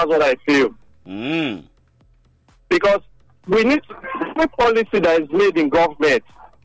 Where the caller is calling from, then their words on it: Benin City, Edo, Nigeria; I'm calling from Benin.